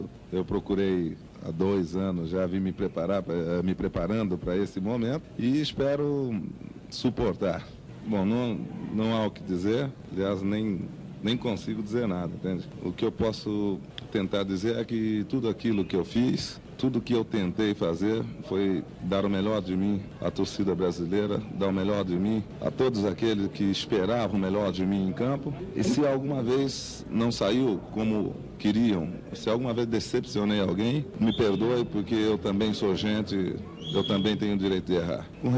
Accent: Bauru, São Paulo, Brazil; quando eu era pequeno em Bauru

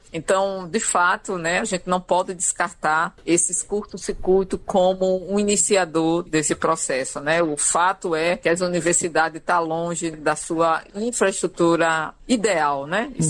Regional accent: Northeast Region, Brazil; mas somos nordestinos, esse povo tão guerreiro

